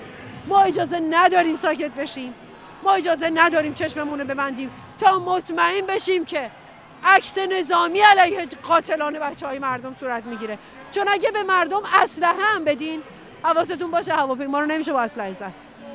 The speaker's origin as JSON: {"language": "Persian", "country": "Iran", "said": "من دیدم با هر سیاستمداری که حرف میزنیم با وقاحت تمام این دروغ رو به ما که ایرانی هستیم برمیگردونه که هرج و مرج میشه"}